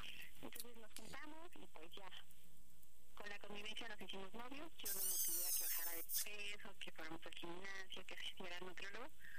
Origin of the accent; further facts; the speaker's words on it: Oaxaca, Mexico; Tengo 38 y soy de Oaxaca.